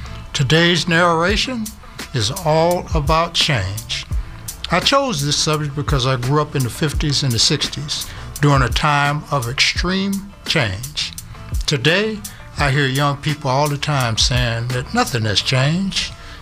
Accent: Texas, United States; I come from Texas, and it gets hot in Texas

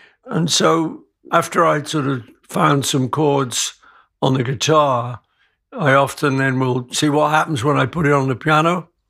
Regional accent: England, United Kingdom; I'm English

